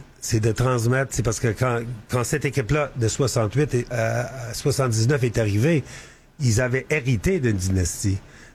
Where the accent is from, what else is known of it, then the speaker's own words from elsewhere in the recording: Montreal, Quebec, Canada; Je suis Montréalais, j'adore le sport, je suis joueur de hockey.